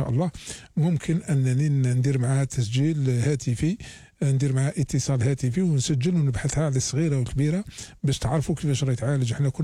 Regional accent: Algeria; وحنا جزائريين

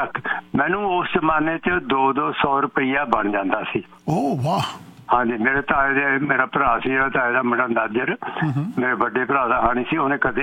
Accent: Mangli Uchi, Punjab, India; ਮੈਂ ਦੁਬਾਰਾ ਫੇਰ ਆਇਆ ਅਤੇ ਮੇਰਾ ਪਿੰਡ ਹੈਗਾ ਮੰਗਲੀ ਉੱਚੀ।

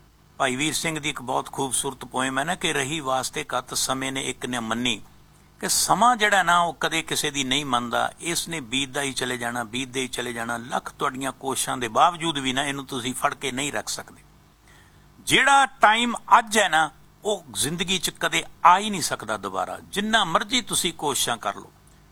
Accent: Punjab, India; ਕਿਉਂਕਿ ਅਸੀਂ ਪੰਜਾਬ ਤੋਂ ਆਏ ਹਾਂ, ਸਾਡੀ ਸੋਚ ਜਿਹੜੀ ਹੁੰਦੀ ਹੈ ਨਾ

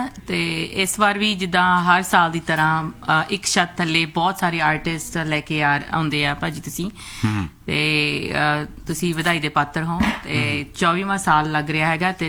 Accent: Fatehgarh Sahib, Punjab, India; moved away as an adult; now in Canada; ਮੈਂ ਪੰਜਾਬ ਤੋਂ ਜੀ, ਫਤਿਹਗੜ੍ਹ ਸਾਹਿਬ ਤੋਂ ਆ।

